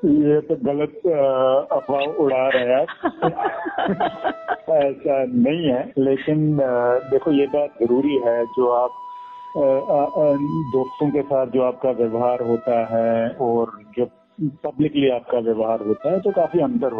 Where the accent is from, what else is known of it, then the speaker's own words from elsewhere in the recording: Jammu and Kashmir, India; मेरा जन्म कश्मीर में हुआ, मैं कश्मीर से बिलोंग करता हूँ।